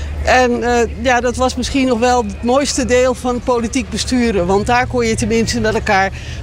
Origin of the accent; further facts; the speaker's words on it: Amsterdam, North Holland, Netherlands; born there; Kijk, ik ben in Amsterdam geboren. Waar je geboren bent, dat blijft altijd van jou op een manier.